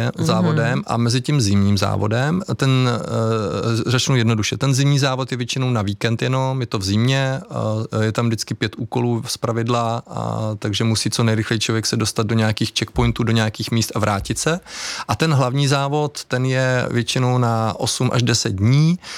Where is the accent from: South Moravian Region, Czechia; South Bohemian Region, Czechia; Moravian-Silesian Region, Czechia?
South Moravian Region, Czechia; Znojmo; protože jsme ze Znojma oba dva